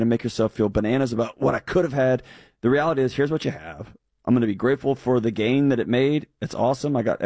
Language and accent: English; Houston, Texas, United States; Dude, I had friends and family growing up in Houston that worked for that little company called Enron